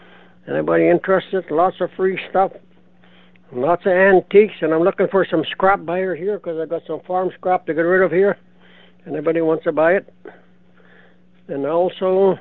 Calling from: Eriksdale, Manitoba, Canada

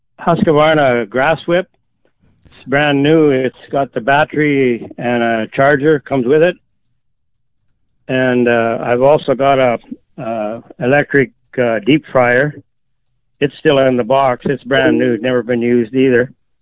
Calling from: Oakville, Manitoba, Canada; Oakville.

